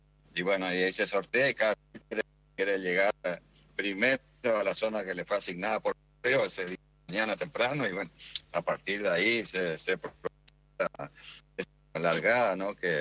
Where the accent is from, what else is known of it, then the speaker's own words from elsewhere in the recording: Corrientes, Argentina; Sí, nada, Correntina.